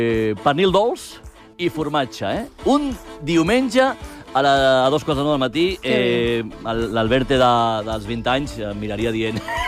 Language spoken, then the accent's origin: Catalan; Galicia, Spain; Jo és que sóc gallec, a mi ja em donaven vi amb 4 anys.